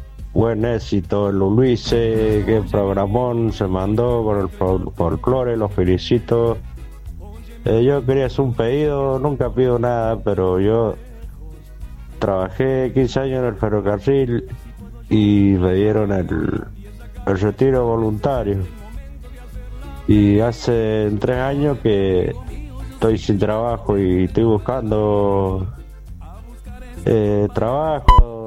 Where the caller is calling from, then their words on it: Palmira, Mendoza, Argentina; así que no soy de Mendoza, de Palmira, acá de la zona este.